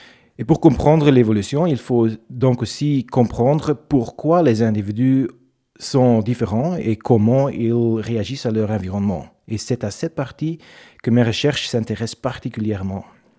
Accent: Belgium; moved away as an adult; comme je suis belge, c'est aussi très, très agréable de pouvoir revenir travailler en Belgique.

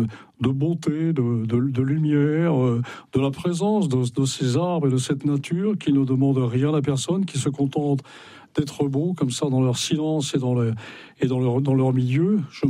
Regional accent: Brittany, France; Mais Pas simplement parce que je suis breton, également parce que les îles sont absolument fascinantes.

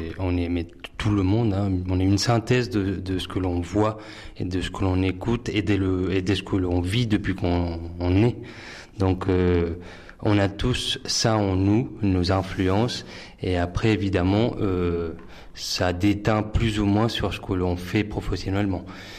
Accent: Spain; Donc j'ai commencé bien évidemment, comme vous l'avez dit, par le folklore dans ma ville natale en Espagne.

